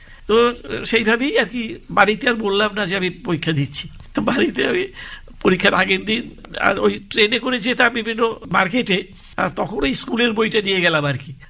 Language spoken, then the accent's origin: Bangla; Faridpur, Dhaka Division, Bangladesh; born there; আমার জন্ম হয়েছে ফরিদপুর জেলা দিগডোগর ভাজনদি গ্রামে।